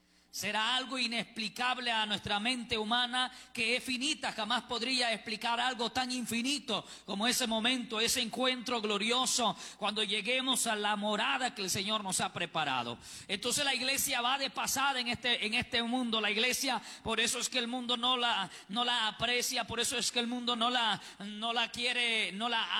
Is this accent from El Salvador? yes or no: yes; El Salvador; Todos nosotros somos salvadoreños